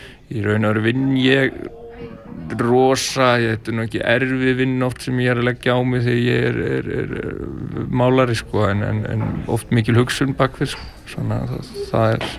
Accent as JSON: {"language": "Icelandic", "town": "Hjalteyri", "region": "Northeastern Region", "country": "Iceland", "said": "Já, ég er frá Ytribakka við Hjalteyri. Raunar jörð sem liggur alveg að Hjalteyrinu."}